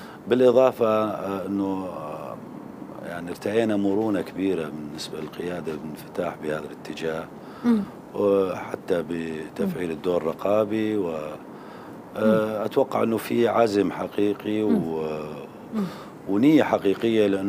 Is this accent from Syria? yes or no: yes; Syria; القوانين والمرونة اللي نكون نقبل فيها بعضنا كسوريين